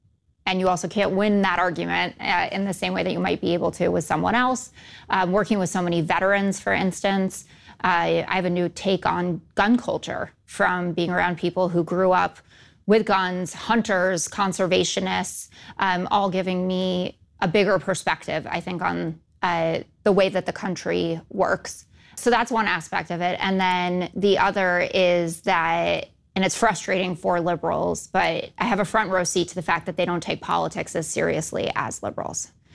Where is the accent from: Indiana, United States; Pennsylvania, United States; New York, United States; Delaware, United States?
New York, United States; New York City; born or raised there